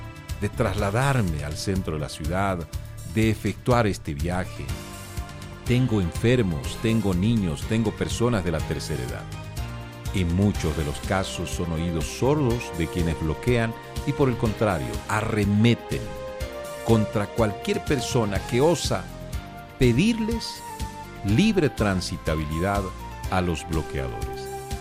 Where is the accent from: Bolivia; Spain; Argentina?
Bolivia